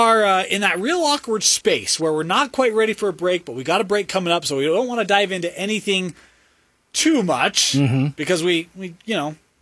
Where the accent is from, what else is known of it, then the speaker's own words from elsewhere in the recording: Idaho, United States; I'm from Idaho.